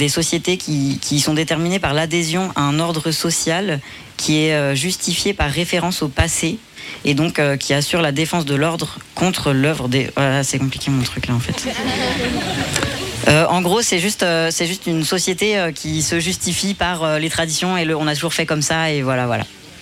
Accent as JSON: {"language": "French", "town": "Nantes", "region": "Pays de la Loire", "country": "France", "tie": "born or raised there", "said": "je suis une personne blanche aussi, citadine. Moi j'habite à Nantes à la base, donc et puis j'ai toujours habité à Nantes"}